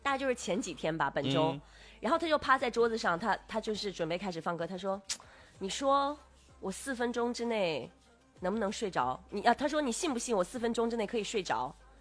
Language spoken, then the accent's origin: Chinese; Inner Mongolia, China; moved away; 我的家乡内蒙古